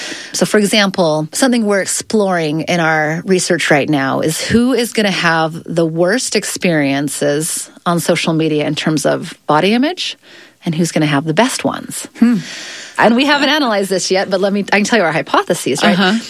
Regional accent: Utah, United States; so I'm from Utah, and there was a lot of talk about banning social media in this state for anyone below the age of 18.

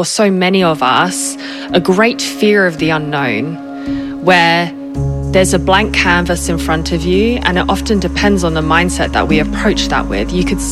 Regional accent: Australia; accent: hybrid Australian-British; also born or lived in United Kingdom; now in Switzerland; I am Australian and British, hence the hybrid accent, and currently live in Switzerland.

